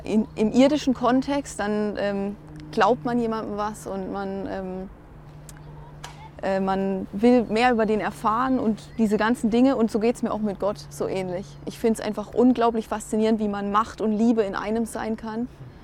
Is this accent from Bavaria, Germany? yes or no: yes; Regensburg, Bavaria, Germany; born there